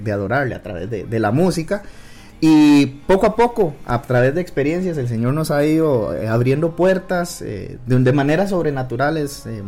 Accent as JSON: {"language": "Spanish", "town": "Siquirres", "region": "Limón", "country": "Costa Rica", "moved": "yes", "lives_now": "Heredia, Costa Rica", "said": "Desde Heredia, pero nosotros somos de Siquirres."}